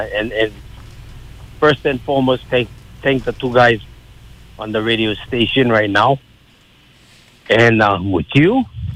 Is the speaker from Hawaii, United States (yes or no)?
yes; Haena, Hawaii, United States; We had tourists way back when I was growing up in Haena. Gray Line, Hawaii was bringing tourists into our place.